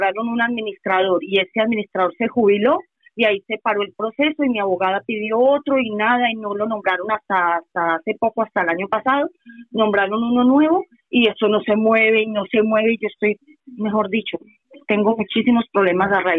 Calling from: Madrid, Community of Madrid, Spain; de Villaverde.

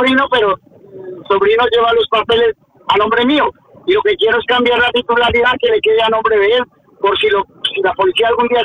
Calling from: Spain; Tengo una moto en Colombia, yo estoy aquí en España.

